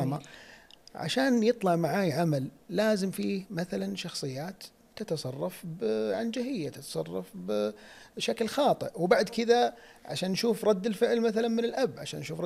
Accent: Saudi Arabia; نحن كفنانين سعوديين

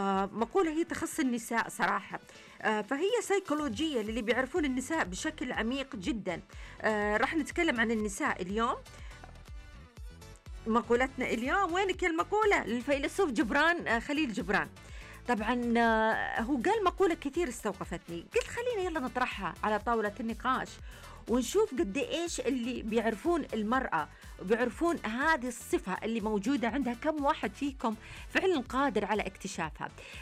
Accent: Saudi Arabia

